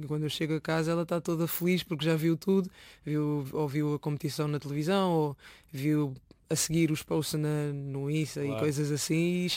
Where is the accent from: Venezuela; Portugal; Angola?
Portugal; Lisbon; born there; Pronto, eu nasci cá, nasci em Lisboa.